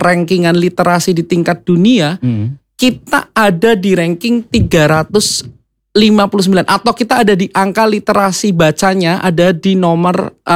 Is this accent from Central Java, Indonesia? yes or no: yes; Kebumen, Central Java, Indonesia; Saya aslinya dari Kebumen.